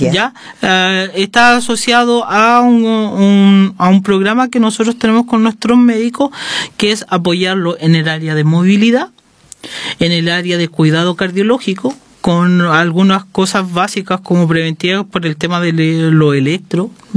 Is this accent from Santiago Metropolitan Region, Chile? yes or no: no; Cauquenes, Maule, Chile; yo soy del Maule, a mí eso es un punto también importante. Yo soy maulino, yo de corazón soy cauquenino, a los cauqueninos le dicen los chochoqueros, así que soy y mi familia es de campo